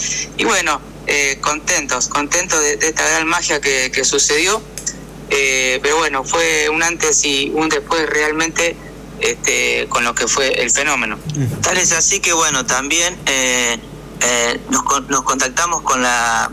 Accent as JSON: {"language": "Spanish", "town": "Álvarez", "region": "Santa Fe", "country": "Argentina", "said": "Nosotros somos de Álvarez, provincia Álvarez, Santa Fe."}